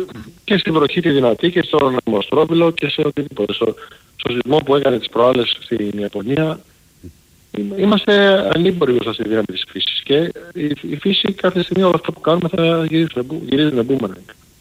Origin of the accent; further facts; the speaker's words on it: Patras, Western Greece, Greece; now in Chicago, United States; ήμουν στο χωριό μου στην Πάτρα, την περίοδο που κάει και η Πάτρα.